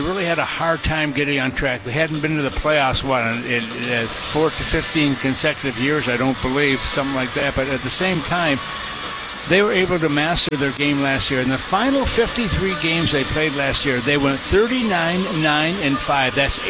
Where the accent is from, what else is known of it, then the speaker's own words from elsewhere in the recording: Fort Erie, Ontario, Canada; back in the 60s when I was a kid growing up in Fort Erie